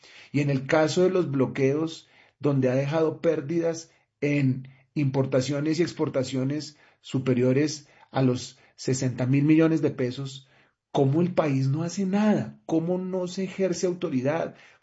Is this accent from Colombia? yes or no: yes; Colombia; nosotros como colombianos